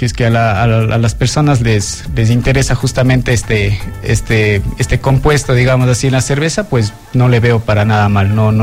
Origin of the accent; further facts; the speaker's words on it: Ecuador; siempre como ecuatorianos tratamos de ponerle lo nuestro